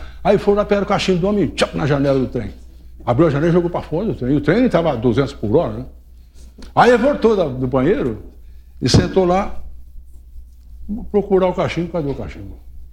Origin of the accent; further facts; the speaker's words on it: São Joaquim da Barra, São Paulo, Brazil; o trem chegou em São Joaquim da Barra, que é a minha terra.